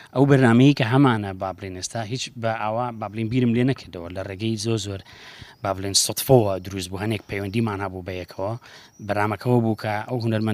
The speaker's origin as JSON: {"language": "English", "town": "Sulaymaniyah", "region": "Kurdistan Region", "country": "Iraq", "tie": "born or raised there", "second_language": "English", "moved": "as an adult", "lives_now": "Sweden", "said": "I'm from Bashur in Kurdistan, in the city of Slimani. I born there, I grew up, I studied music, I studied violin, and then I moved to Sweden in 2002"}